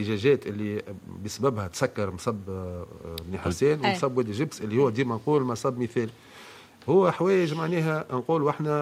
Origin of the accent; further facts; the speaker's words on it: Monastir Governorate, Tunisia; عندنا في المستير